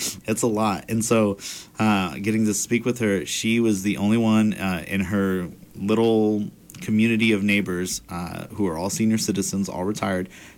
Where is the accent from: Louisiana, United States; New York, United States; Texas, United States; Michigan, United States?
Texas, United States; being a Texan